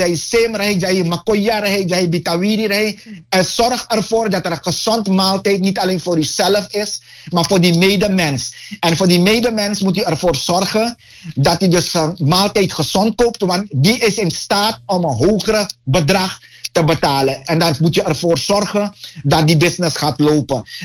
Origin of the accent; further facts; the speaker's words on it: Netherlands; Ik ben Nederlander met een Surinaams hart, met een Surinaam roots. Soms zeg ik diaspora, 3 landen. Want mijn voorouders komen uit India.